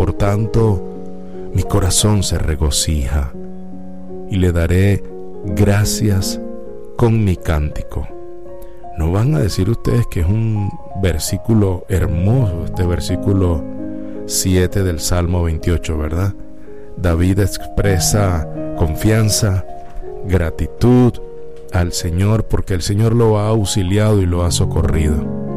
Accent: Venezuela; Guíanos como familia venezolana

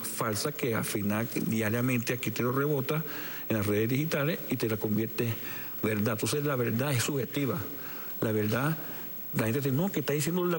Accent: Venezuela; nosotros somos países caribeños, venezolanos, somos así, chicharracheros

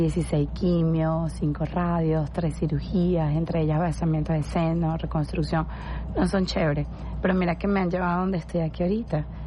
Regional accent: Venezuela; el ser venezolana

